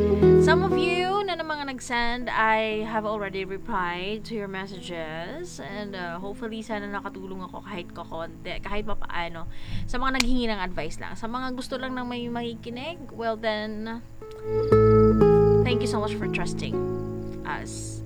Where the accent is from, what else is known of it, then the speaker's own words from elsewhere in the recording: Tolosa, Eastern Visayas, Philippines; now in Tacloban, Philippines; Taga-Tolosa kasi ako, ah. Pero pag patro na Tolosa, ay, taga-Tacloban na ako, ah.